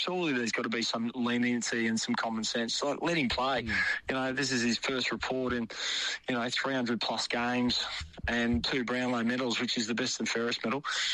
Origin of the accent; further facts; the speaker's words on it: Queensland, Australia; I grew up in Queensland playing footy, but premierships have driven junior membership, but just the overall excitement of it.